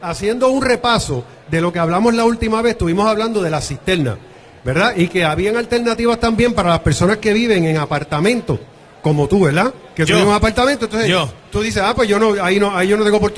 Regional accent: Puerto Rico; digo puertorriqueños y me sumo en esa lista porque soy boricua

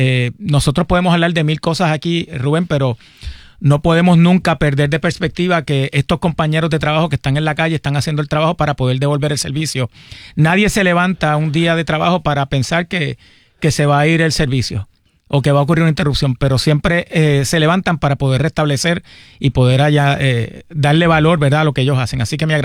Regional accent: Arecibo, Puerto Rico; Recuerda que yo soy de Arecibo.

